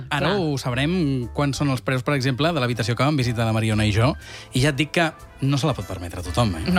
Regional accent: Catalonia, Spain

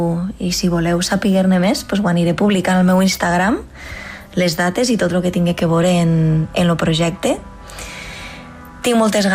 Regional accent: Amposta, Catalonia, Spain; El juliol, el dia 18, tocaré el Festival Eufònic a Amposta, al meu poble, que em fa molta, molta, molta, moltíssima il·lusió.

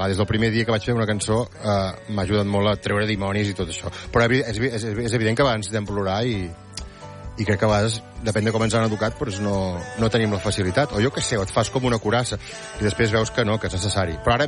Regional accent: La Bisbal d'Empordà, Catalonia, Spain

